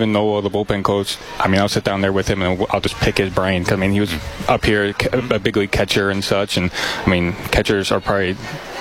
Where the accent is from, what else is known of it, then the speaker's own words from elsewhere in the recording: Clinton, Iowa, United States; So I grew up in Clinton, Iowa.